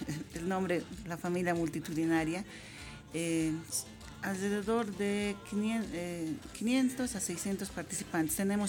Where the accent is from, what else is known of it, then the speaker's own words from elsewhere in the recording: Bolivia; Y como buen boliviano